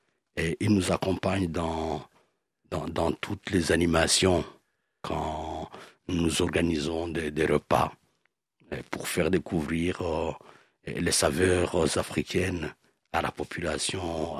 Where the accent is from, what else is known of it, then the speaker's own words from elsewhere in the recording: Goma, North Kivu, DR Congo; now in France; je viens de Goma, donc à 2000 km de la capitale qui est voisine de la capitale du Congo Brazzaville